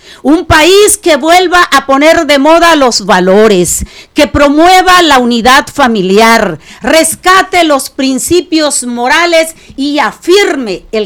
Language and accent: Spanish; Mexico; Somos mexicanos, soy mexicana de alma y corazón. Vivo orgullosa de mis raíces, de mi linda tierra